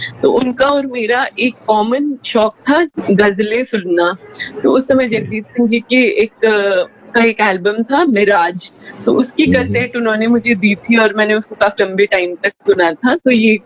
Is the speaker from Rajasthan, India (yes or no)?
yes; Jodhpur, Rajasthan, India; मेरा बचपन जो है वो जोधपुर में बीता था और ये मेरे नाना नानी ने मुझे बड़ा किया था। Till the age of 8 years मैं अपने ननिहाल में ही बड़ी हुई हूँ।